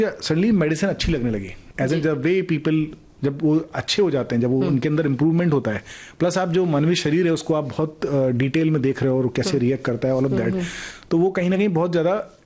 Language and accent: Hindi; Konch, Uttar Pradesh, India; also born or lived in Gwalior / Lucknow; जब मैं रहने वाला बुंदेलखंड का हूँ, वहीं पढ़ाई पला बड़ा भी वहीं पे हूँ और मैंने पढ़ाई भी वहीं से की है। जालौन जिले में एक छोटी सी जगह है कोंच, वहाँ पे मैंने अपनी 10+2 तक पढ़ाई की, उसके बाद 1 साल ग्वालियर था, वहाँ से लखनऊ आ गए।